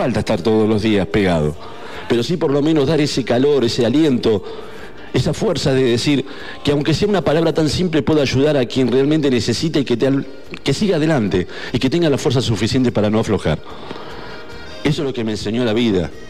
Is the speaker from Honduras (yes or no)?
no; Argentina; Y que le demostramos que las Malvinas siguen siendo argentinas. Que soy muy orgulloso de ser argentino.